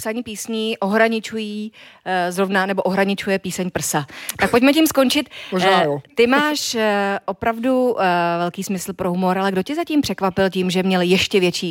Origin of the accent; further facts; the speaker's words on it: Havířov, Moravian-Silesian Region, Czechia; pocházíme obě z Havířova, jsme severomoravačky